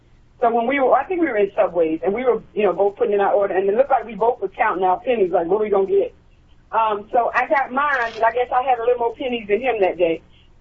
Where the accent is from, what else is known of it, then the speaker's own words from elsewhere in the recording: Alabama, United States; I'm from Alabama.